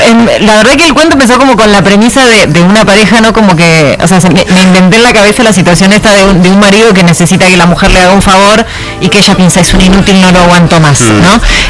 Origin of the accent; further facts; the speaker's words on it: Argentina; Yo soy argentina y escribo cuentos.